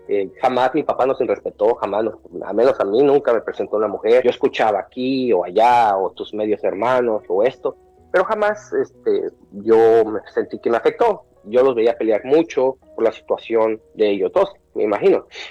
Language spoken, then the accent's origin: Spanish; Ocareo, Michoacán, Mexico; moved away as an adult; now in Atlanta, United States; Estoy transmitiendo desde Atlanta, Georgia. Nací en México, en un pequeño pueblo que se llama Ocareo, Michoacán. Tengo 25 años en este país. Regresé muy joven, me vine muy joven de México.